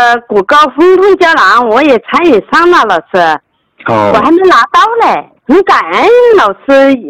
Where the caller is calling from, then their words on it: Foshan, Guangdong, China; 我是来自广东的学员